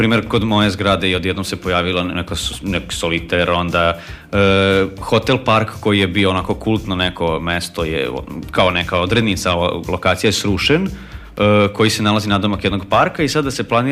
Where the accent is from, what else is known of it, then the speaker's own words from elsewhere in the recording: Novi Sad, Vojvodina, Serbia; Da, ja sam iz Novog Sada i ja radim u Novom Sadu. I ja mogu da primetim i vidim da Novi Sad ne liči uopšte na onaj Novi Sad u kom sam ja odrastao i u kom sam se školovao.